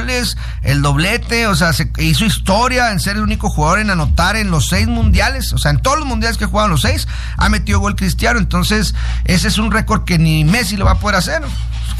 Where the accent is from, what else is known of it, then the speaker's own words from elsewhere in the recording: Mexico; porque soy mexicano